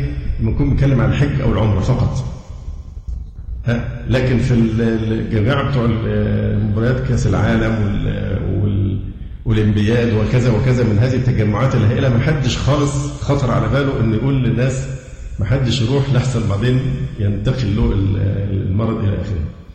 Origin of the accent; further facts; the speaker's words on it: Egypt; عندنا في مصر